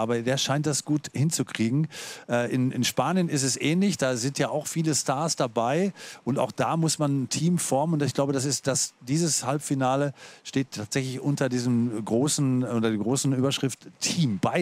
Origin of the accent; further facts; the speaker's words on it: Dortmund, North Rhine-Westphalia, Germany; Ach, aus Dortmund. Aus meiner Heimatstadt.